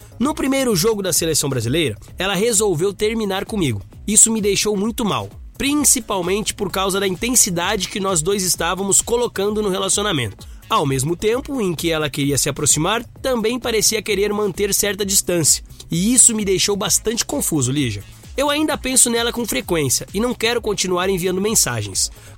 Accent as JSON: {"language": "Portuguese", "region": "Espírito Santo", "country": "Brazil", "tie": "born or raised there", "said": "E sou natural do Espírito Santo."}